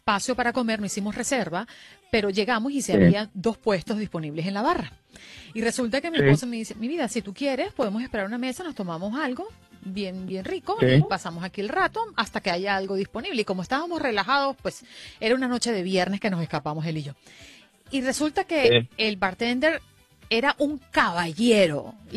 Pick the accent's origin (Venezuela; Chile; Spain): Venezuela; moved away; Las Navidades, los encuentros antes de caer en desgracia en mi país, éramos una familia muy numerosa.